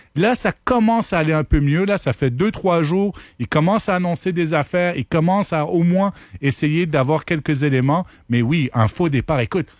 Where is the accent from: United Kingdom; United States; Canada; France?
Canada; Ottawa, Ontario; Moi, je viens d'Ottawa.